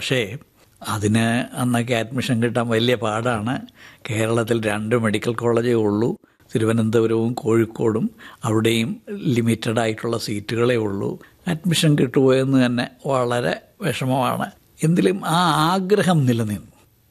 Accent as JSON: {"language": "Malayalam", "town": "Aluva", "region": "Kerala", "country": "India", "tie": "born there", "also_born_or_lived": "Kundara / Thiruvananthapuram", "said": "ഞാൻ ജനിച്ചത് കുണ്ട്രയിലാണ്, വളർന്നത് ആലുവയിലാണ്. അച്ഛൻ അവിടെയായിരുന്നു ജോലി. അത് കഴിഞ്ഞിട്ട് വീണ്ടും കുണ്ട്രയിൽ വന്നു. 1954 തിരുവനന്തപുരത്ത് വന്നു."}